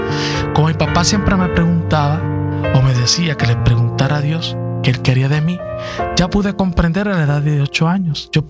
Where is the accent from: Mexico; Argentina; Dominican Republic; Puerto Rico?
Puerto Rico; San Juan; born there; Nací en San Juan de Puerto Rico, en el contexto de una familia muy católica de muchos valores cristianos.